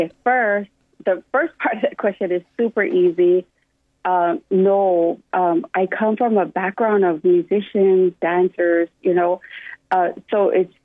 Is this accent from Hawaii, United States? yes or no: yes; Waimanalo, Hawaii, United States; I'm from Wamanala, born and raised, so that song is very dear to me.